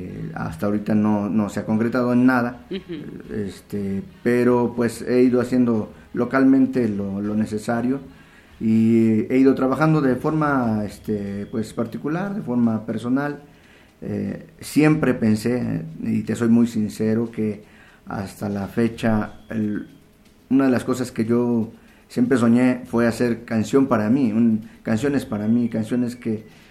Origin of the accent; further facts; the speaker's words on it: Totolac, Tlaxcala, Mexico; yo soy originario de Totolac, okay. Tlaxcala, uh-huh. El municipio de Totolac.